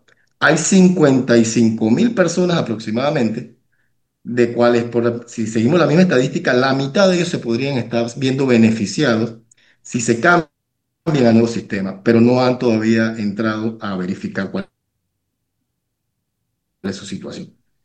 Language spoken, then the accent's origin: Spanish; Panama; los panameños somos panameños